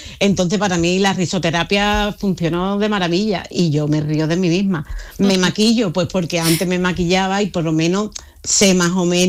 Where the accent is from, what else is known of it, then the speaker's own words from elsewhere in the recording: El Puerto de Santa María, Andalusia, Spain; Pues soy una portuense de Cádiz. Tengo discapacidad visual severa